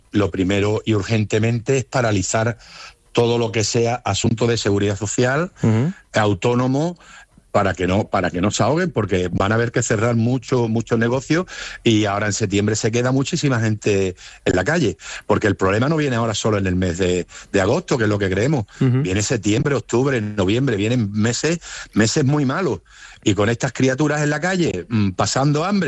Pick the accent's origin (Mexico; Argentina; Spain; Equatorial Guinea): Spain; Porque somos españoles, pero somos españoles de una calidad de primera.